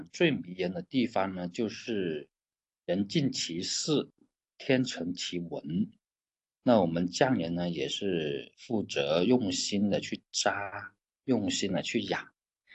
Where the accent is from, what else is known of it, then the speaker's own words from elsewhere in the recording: China; 正如我们中国人的审美，它不追求我们这个完美规整